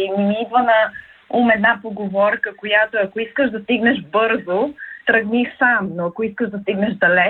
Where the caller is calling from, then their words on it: Sofia, Sofia City, Bulgaria; съм от София